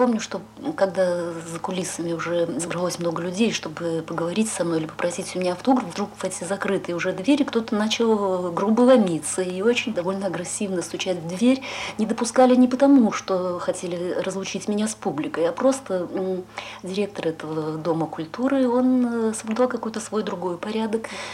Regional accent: Moscow, Russia; хоть я урожденная москвичка и всю жизнь прожила в Москве

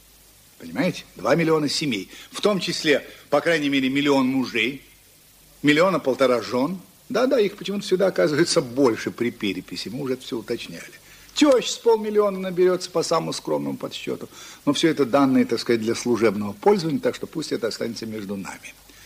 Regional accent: Moscow, Russia; как москвич, влюбленный в свой город. Других я, положим, и не знаю. Я вырастал в Москве. Немножко помню старую Москву

